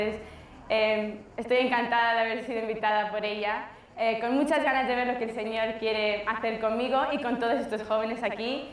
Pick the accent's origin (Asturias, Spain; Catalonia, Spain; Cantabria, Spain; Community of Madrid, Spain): Cantabria, Spain; Santander; soy de Santander, España, y estoy aquí en Medjugorje